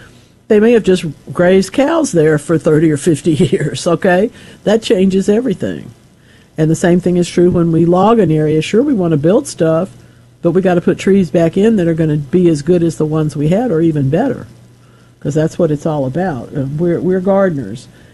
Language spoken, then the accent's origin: English; United States; He was the president of the school board in my hometown. Remember, we're sitting in front of the Washita River today. That's where he brought me up.